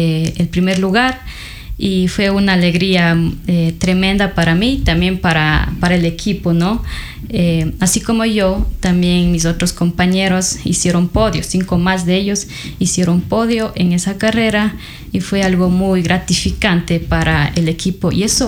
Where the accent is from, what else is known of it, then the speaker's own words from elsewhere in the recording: Biblián, Cañar, Ecuador; born there; Yo soy de Biblián